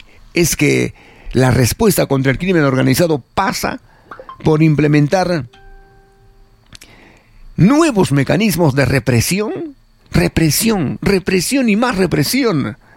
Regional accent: Peru; entre nosotros como peruanos

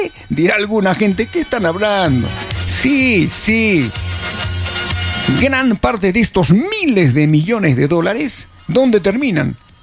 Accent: Peru; Esos somos los peruanos. Por eso somos un país de tercer mundo.

